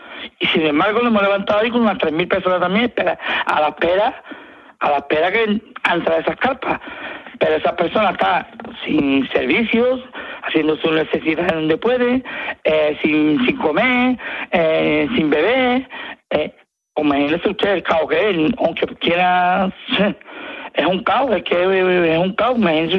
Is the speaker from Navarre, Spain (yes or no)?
no; Ceuta, Spain; born there; Ceuta llevamos, no sé cuánto, vamos, de que yo nací, que tengo 50 años, en una convivencia con musulmanes, con indios, con hebreos, con todas las clases de religiones.